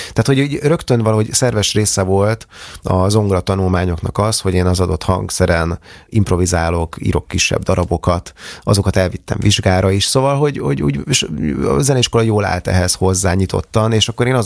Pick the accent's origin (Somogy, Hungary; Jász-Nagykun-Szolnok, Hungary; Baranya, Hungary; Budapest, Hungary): Budapest, Hungary; moved away as an adult; Én Vekerlén nőttem fel, ott is éltem, éppen a közelmúltban költöztem el egyébként onnan, de egészen mostanáig Vekerlén éltem